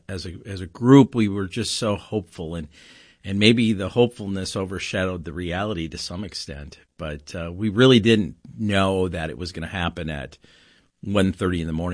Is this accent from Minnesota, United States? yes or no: yes; Eagan, Minnesota, United States; No, I grew up actually down the street here from in Eagan.